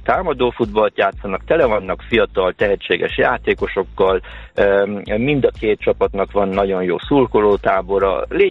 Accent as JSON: {"language": "Hungarian", "town": "Odorheiu Secuiesc", "region": "Harghita", "country": "Romania", "said": "Először is mondjam azt, hogy irigykedve nézem székely udvarhelyiként"}